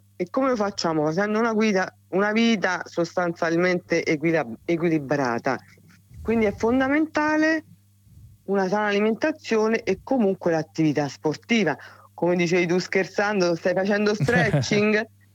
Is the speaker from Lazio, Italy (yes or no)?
yes; Rome, Lazio, Italy; Io questo lo dico non da romana